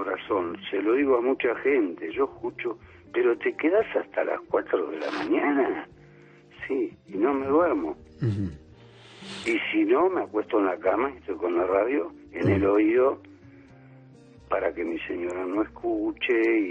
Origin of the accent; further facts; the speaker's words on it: Italy; Yo soy italiano y ella es vasca.